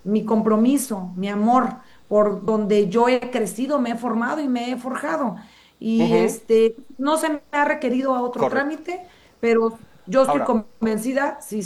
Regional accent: La Yesca, Nayarit, Mexico; also born or lived in Los Angeles, United States; Y me tocó nacer allá, nacer en el trabajo y en el esfuerzo de mis padres. Cuando estaba muy pequeña, mis padres pudieron regresar a la sierra, a La Manga, al municipio de La Yesca, aquí en Nayarit. Y acá pude yo terminar ya mi primaria, secundaria, prepa, universidad.

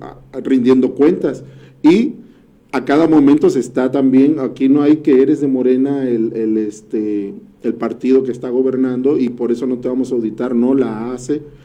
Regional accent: Mexico; la defensa de la soberanía es lo que nos da a nosotros una identidad como mexicanos.

